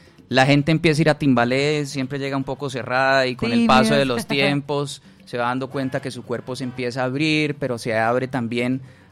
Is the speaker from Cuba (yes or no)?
no; Cúcuta, Norte de Santander, Colombia; now in Medellín, Colombia; estaba yo con Andrés conversando de mi llegada aquí a Medellín. Yo soy cucuteño.